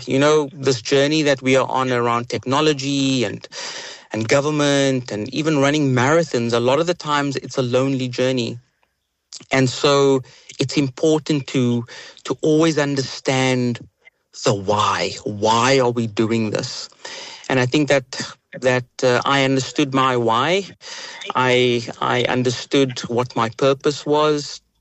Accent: Cape Town, Western Cape, South Africa; But I'm from Bahar on the Cape Flats.

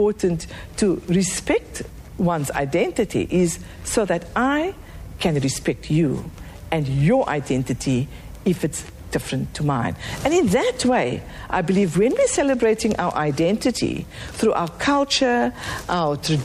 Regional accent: South Africa; Of course, as a nation, we are South African.

